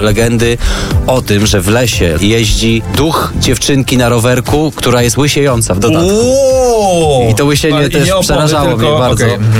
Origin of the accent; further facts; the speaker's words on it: Kędzierzyn-Koźle, Opole Voivodeship, Poland; U mnie w Kędzierzynie